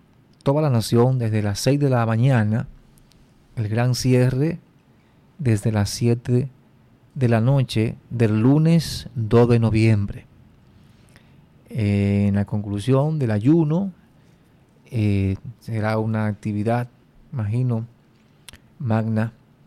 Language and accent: Spanish; Dominican Republic